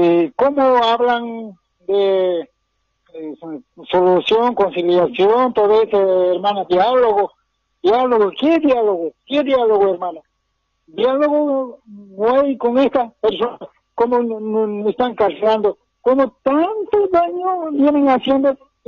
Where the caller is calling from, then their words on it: Potosí, Bolivia; yo soy potosino